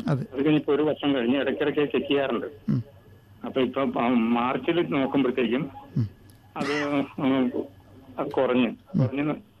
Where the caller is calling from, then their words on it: Malampuzha, Kerala, India; ഞാൻ മലമ്പുഴത്തിൽ നിന്നാണ് വിളിക്കുന്നത്.